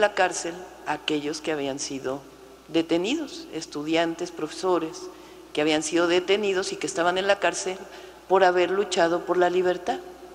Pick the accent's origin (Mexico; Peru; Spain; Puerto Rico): Mexico; Mexico City; born there; Nací en la Ciudad de México en el año de 1962.